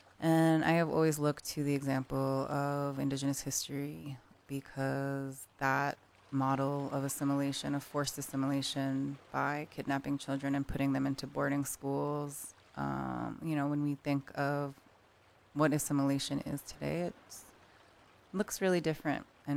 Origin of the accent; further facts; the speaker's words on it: New York City, New York, United States; She asks, where are you from? I say, from New York City.